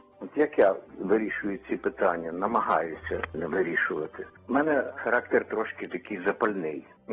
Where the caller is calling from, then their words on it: Kyiv, Ukraine; Місто Київ.